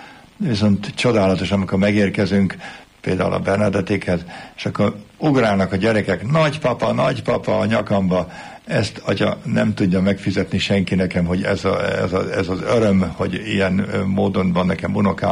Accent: Budapest, Hungary; moved away; also born or lived in Bavaria; Itt születtem Budapesten, és Békásmegyerre laktam, mint gyerek.

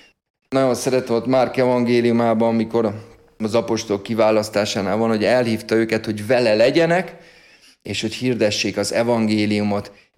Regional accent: Sopron, Győr-Moson-Sopron, Hungary; Soproni származású vagyok

